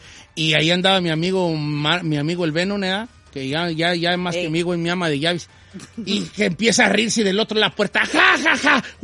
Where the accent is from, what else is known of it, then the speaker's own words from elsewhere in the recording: Guadalajara, Jalisco, Mexico; Soy de Guadalajara y allá decimos opciones.